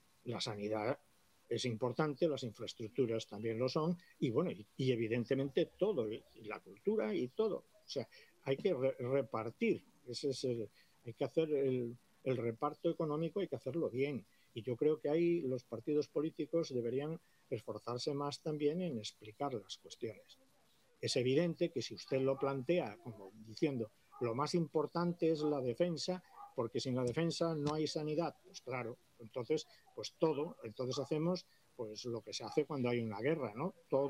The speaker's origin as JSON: {"language": "Spanish", "country": "Spain", "said": "Pues hombre, antes soy militar, pero soy español y tengo que prever primero los intereses de España"}